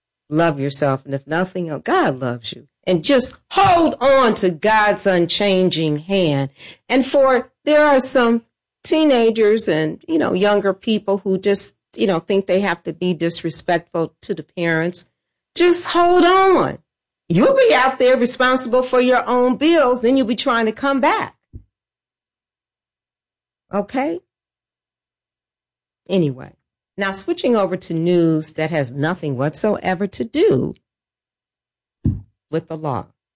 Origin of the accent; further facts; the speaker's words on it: Detroit, Michigan, United States; What do I say about my hometown of Detroit?